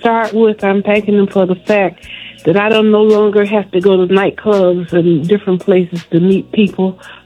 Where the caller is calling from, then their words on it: Atlanta, Georgia, United States; I'm calling from Atlanta, Georgia.